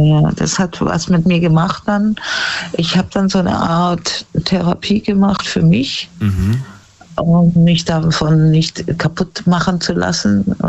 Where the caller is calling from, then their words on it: Germany; Und dann bist du ja auch noch in einem Religionsbereich, wo du eigentlich dich nicht so auskennst als Deutsche.